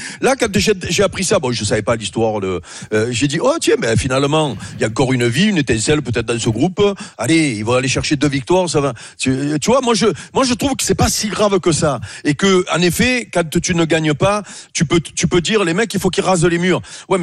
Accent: Robion, Provence-Alpes-Côte d'Azur, France; Non, je suis d'Avignon. Ouais. Oh. Je suis de Robion, les Taillades.

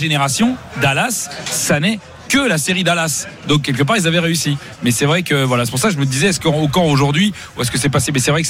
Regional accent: Spain; Donc, si tu veux, moi, je suis espagnol.

